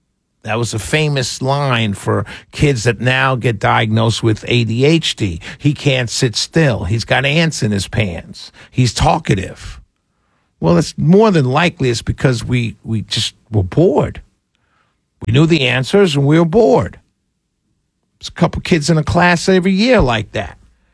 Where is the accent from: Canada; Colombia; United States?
United States; New York City, New York; I'm from New York City, as many of you know.